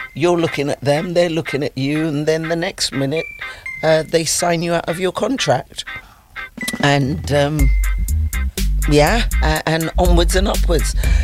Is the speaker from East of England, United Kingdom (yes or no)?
no; London, United Kingdom; We're going to go back home because we're from West London. We're going to go back home.